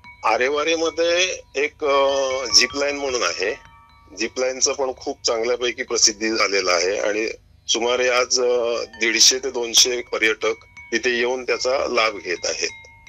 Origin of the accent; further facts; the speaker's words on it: Nevre, Maharashtra, India; माझं गाव आहे नेवरे काजीरवाटी.